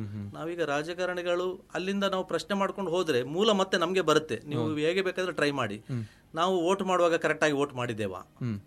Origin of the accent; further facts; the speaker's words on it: Dakshina Kannada district, Karnataka, India; ನಮ್ಮ ದಕ್ಷಿಣ ಕನ್ನಡ ಜಿಲ್ಲೆಯಲ್ಲಿ